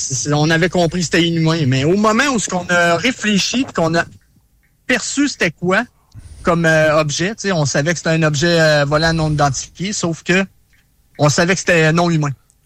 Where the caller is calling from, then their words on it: Quebec City, Quebec, Canada; moi je viens de Québec en fait de la ville de Québec.